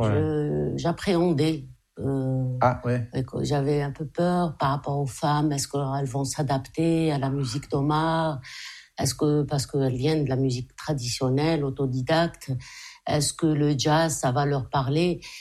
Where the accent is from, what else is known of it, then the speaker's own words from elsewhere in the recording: Algeria; moved away; C'est ce qui m'a emmenée à monter ce groupe … parce que moi j'ai quitté l'Algérie jeune.